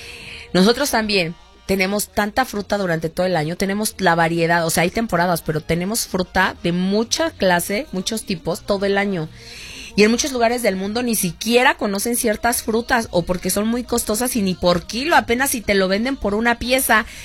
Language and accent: Spanish; Mexico